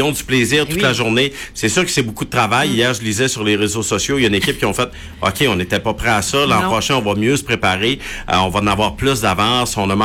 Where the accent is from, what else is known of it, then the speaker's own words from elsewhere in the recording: Quebec, Canada; moved away; Moi, je l'ai perdu au fil des ans. Là, ça fait tellement longtemps que je suis parti du Saguenay et je l'ai perdu.